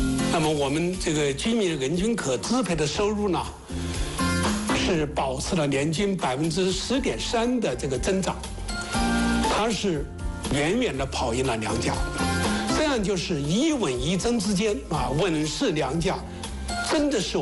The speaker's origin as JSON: {"language": "Chinese", "country": "China", "said": "我们中国人的饭碗将担得更牢"}